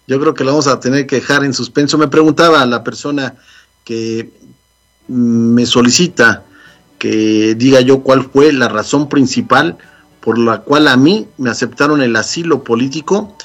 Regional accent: Morelos, Mexico; moved away as an adult; also born or lived in Mexico City; now in United States; Yo estaba escribiendo en ese momento para un semanario en el estado de Morelos, donde yo ya residía y de donde soy originario. Muchos años viví en la Ciudad de México y trabajé en la Ciudad de México.

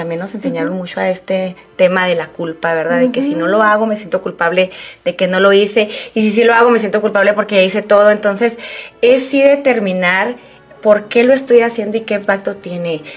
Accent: Mexico; sobre todo los que somos de México, esos ríos, las acequias, no sé si le llaman las acequias, los ríos.

